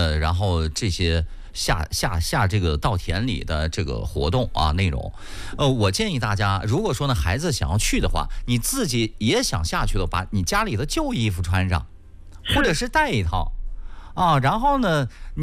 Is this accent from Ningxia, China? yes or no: yes; Yinchuan, Ningxia, China; 咱们银川人说这个苗子啊